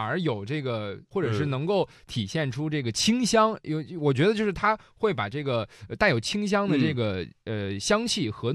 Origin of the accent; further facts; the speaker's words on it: northern China, China; 因为我也是一个北方人